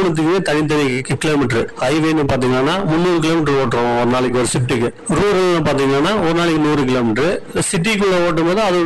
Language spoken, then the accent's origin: Tamil; Palacode, Tamil Nadu, India; also born or lived in Hosur; இப்ப பாலக்கோடு எதா என்னுடைய சொந்த ஊரு பாலக்கோடு வந்து பண்ணிட்டு இருக்கிறேன்